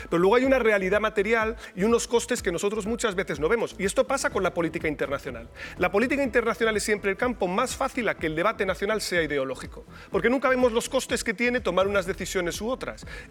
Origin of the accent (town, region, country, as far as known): Spain